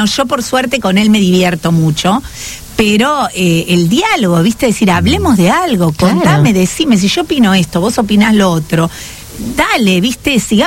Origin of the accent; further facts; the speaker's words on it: Buenos Aires, Argentina; Yo soy de Núñez.